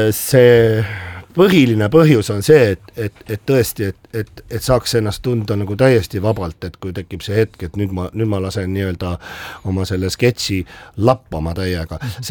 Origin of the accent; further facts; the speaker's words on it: Tallinn, Harju County, Estonia; born there; seal Hiiu pubi vastas on Lillepoekane, roheline maja, see on minu sünnikodu seal.